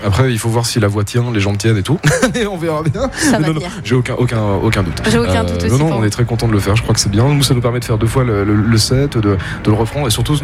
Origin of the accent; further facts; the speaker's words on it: Hauts-de-France, France; À demi-sel, moi, je suis du Nord.